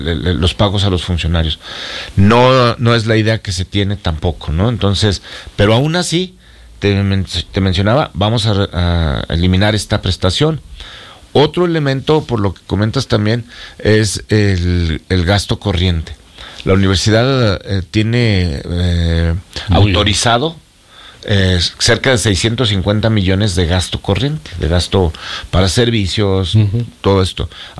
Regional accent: Zacatecas, Mexico; born there; Y tú sabes, los que somos zacatecanos de nacimiento, Pancho, nuestras uh-huh. familias numerosas

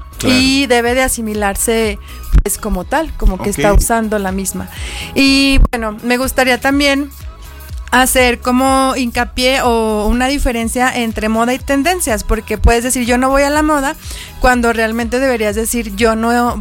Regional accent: Zacatecas, Mexico; soy de Zacatecas con sangre hidalguense. Mi mamá y mi papá son de allá. Y pues ya emigraron hacia Zacatecas y acá pues nos estamos ya establecidos desde, bueno, mis papás desde hace 40 años.

